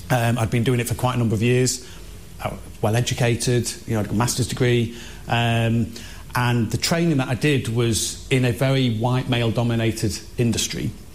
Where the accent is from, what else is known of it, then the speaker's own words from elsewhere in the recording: Sheffield, Yorkshire and the Humber, United Kingdom; moved away as an adult; now in Wakefield, United Kingdom; English through and through, England born and bred. I was born and raised in Sheffield. I live in Wakefield in West Yorkshire now. But yes, yeah, as English as I think you can get. I'm of a Christian background, Church of England.